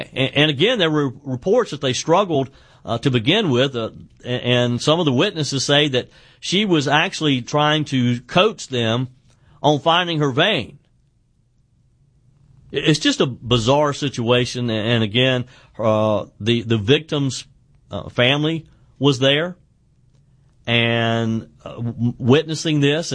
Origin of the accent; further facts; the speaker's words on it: South Carolina, United States; my home state of South Carolina.